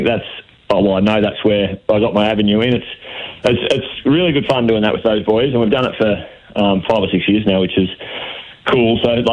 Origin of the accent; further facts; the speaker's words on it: Shepparton, Victoria, Australia; I'm from Shepparton originally, played 4 games up in Shep for my junior club